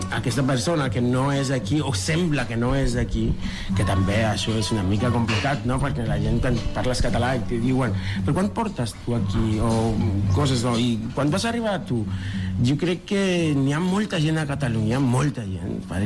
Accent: Mexico; Catalan is a second language; moved away as an adult; now in Barcelona, Spain; jo soc mexicà, visc aquí fa 12 anys

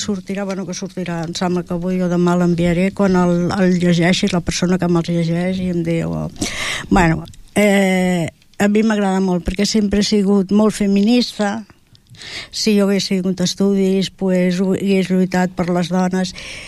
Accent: Almería province, Andalusia, Spain; born there; now in Tordera, Spain; Jo vaig néixer a la província d'Almeria, en un poble uh-huh, que es diu Oleila, que és molt maco.

